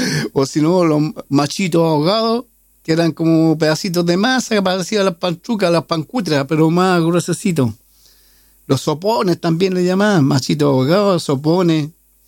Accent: Santiago, Santiago Metropolitan Region, Chile; Los que somos de aquí de la Victoria y que llegamos siendo niños, sabemos las penurias.

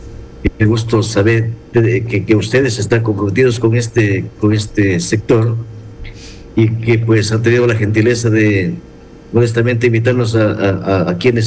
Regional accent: Loja, Ecuador; moved away as an adult; now in Nangaritza, Ecuador; porque nosotros, la mayor parte de los que estamos habitando allá, provenimos de la provincia de Loja, también hay familias de la provincia de La Suay, pero la mayoría estamos de la provincia de Loja.

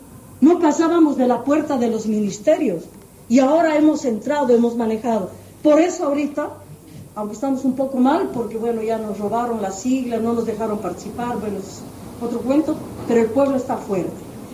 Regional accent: Bolivia; mi pueblo antes del 2003, antes del 2006, era un tipo de Bolivia, donde los indios, las indias, bajábamos la cabeza, donde no teníamos orgullo de nuestra lengua, de nuestro idioma, de nuestro cuerpo, de nuestro color, de nuestro tamaño

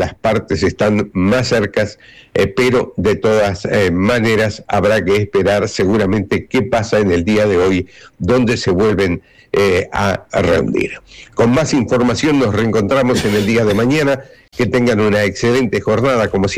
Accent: Uruguay

